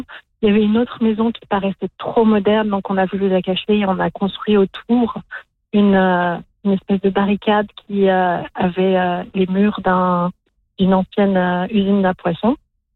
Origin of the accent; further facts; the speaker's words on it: France; now in Newfoundland, Canada; Moi, en tant que Française installée à Terre-Neuve